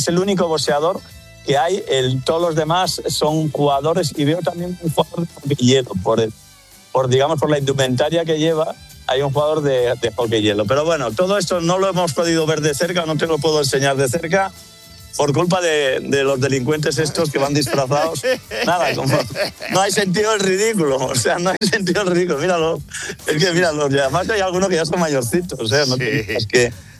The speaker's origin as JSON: {"language": "Spanish", "country": "Spain", "said": "Ya sé que soy el típico español que..."}